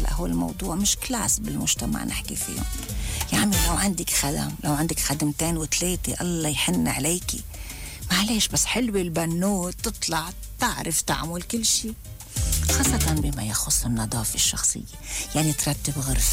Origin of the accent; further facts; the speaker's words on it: Lebanon; احنا ربينا ما احنا لبنانية،